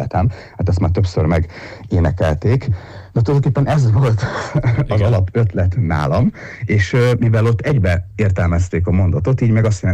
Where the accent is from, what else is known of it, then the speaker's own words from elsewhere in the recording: Érsekvadkert, Nógrád, Hungary; mi egy faluból származunk, szóval minden komoly ember Érsekvadkerten, Nógrád megyében születik és nő fel.